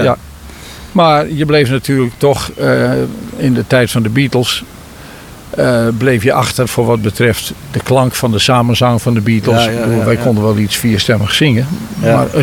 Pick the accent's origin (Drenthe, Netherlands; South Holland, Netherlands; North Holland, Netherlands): Drenthe, Netherlands; Maar, nee, ik ben Drent, ik pas me wel af.